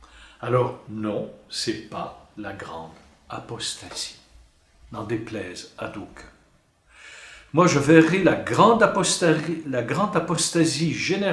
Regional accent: Quebec, Canada; Moi, je suis canadien, je suis québécois

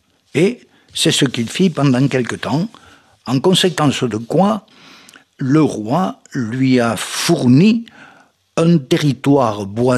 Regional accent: Occitanie, France; chez nous, dans le Languedoc

